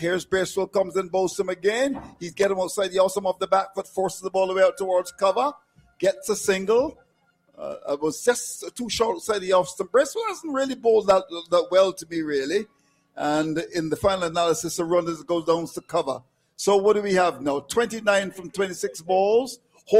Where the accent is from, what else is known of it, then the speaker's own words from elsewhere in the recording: Saint Philip, Barbados; moved away; I'm from deep in rural Barbados, a parish called St. Philip's.